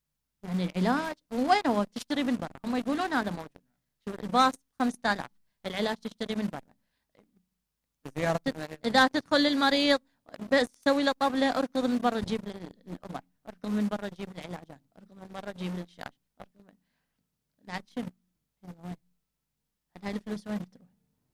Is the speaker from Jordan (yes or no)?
no; Iraq; مثلا أنا مواطنة عراقية